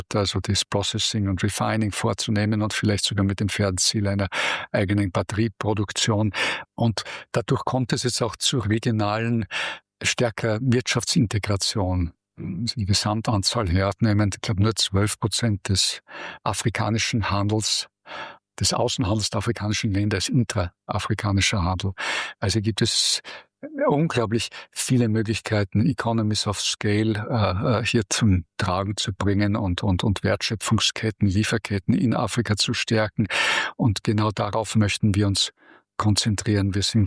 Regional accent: Austria; Wir Österreicher sind bekannt, wir gehen keine Zukunftswetten ein wie andere Länder.

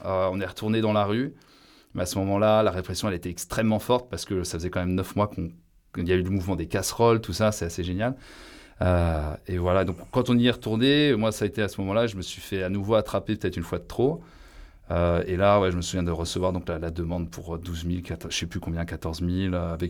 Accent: France; born there; also born or lived in Quebec, Canada; Non, je suis né en France et j'ai vécu longtemps à l'étranger.

